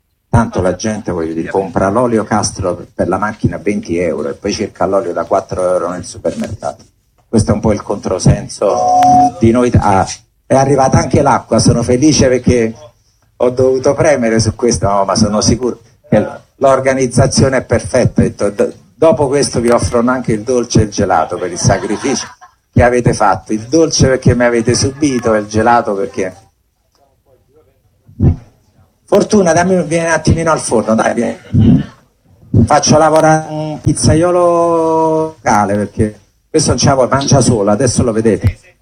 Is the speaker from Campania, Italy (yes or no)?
yes; Naples, Campania, Italy; io non sono italiano, io sono napoletano, lo dico sempre